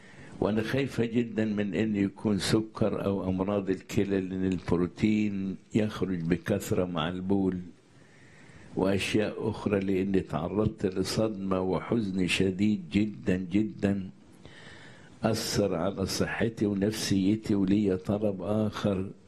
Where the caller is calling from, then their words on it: Netherlands; أنا بنت الرب من هولندا، أنا مريضة ومتعبة جدا جدا يا أبونا